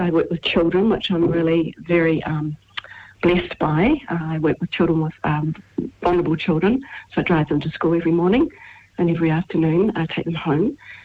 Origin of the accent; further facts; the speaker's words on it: New Zealand; also born or lived in England; Well, I was only little, I was only just under 3 when I came to New Zealand, but hey, I hail from there, I've got 80 cousins at least over there